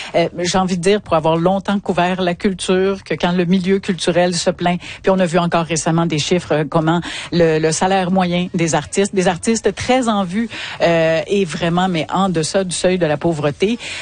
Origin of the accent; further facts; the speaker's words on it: Canada; ici chez nous au Canada